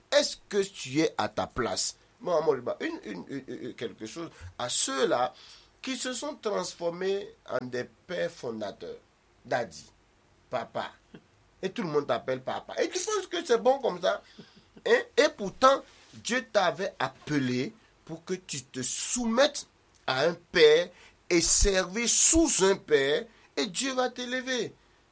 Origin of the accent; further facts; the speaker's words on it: Guinea; Surtout chez nous en Guinée.